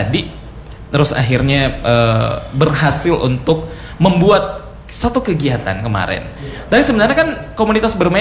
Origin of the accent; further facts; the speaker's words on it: Makassar, South Sulawesi, Indonesia; Saya juga orang sana.